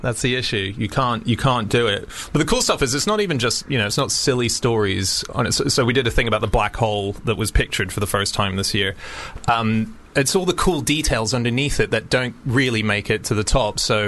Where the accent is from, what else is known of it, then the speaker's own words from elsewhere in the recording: Australia; Well, I'm an Aussie